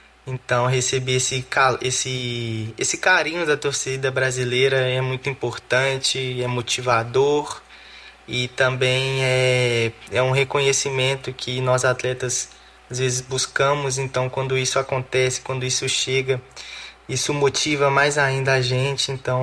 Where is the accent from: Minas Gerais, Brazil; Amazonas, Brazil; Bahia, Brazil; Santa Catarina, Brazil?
Minas Gerais, Brazil; Belo Horizonte; moved away as an adult; now in Leverkusen, Germany; eu sou natural de Belo Horizonte, tenho 23 anos de idade, eu estou indo para o meu terceiro ano aqui na Europa